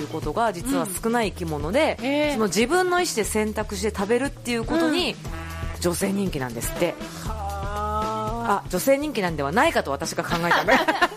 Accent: Uchinada, Ishikawa, Japan; 私たちあの石川県河北郡内灘町の出身なんで

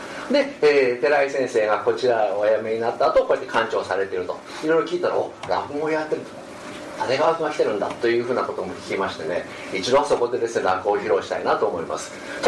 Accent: Ishikawa, Japan; 私は出身が、白衣と七尾の間にあります、今でいう中野戸町六世町という出身でありまして

